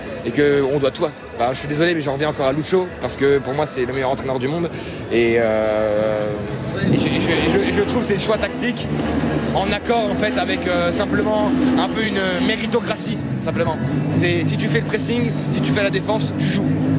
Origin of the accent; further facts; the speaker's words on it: Grand Est, France; now in Paris, France; Écoutez, moi la première étoile, je l'ai vécue de là où je viens, de près du Luxembourg. Et là, je suis monté à Paris. Je suis sur Paris depuis quelques mois.